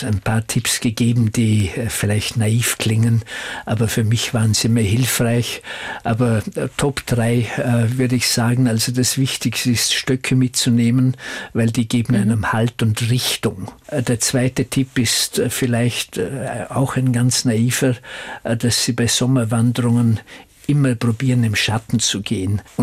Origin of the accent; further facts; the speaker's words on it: Vorarlberg, Austria; Als Vorarlberger